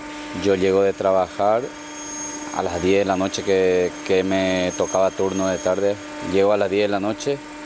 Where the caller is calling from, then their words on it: Toledo, Castilla-La Mancha, Spain; de Toledo, España.